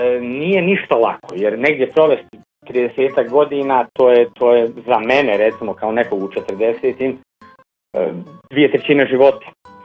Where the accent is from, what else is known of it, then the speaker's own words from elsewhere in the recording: Bosnia & Herzegovina; born there; ja sam rođen ovdje, u Bosni i Hercegovini, znao sam nešto i u kulturi, naravno poznajem jezik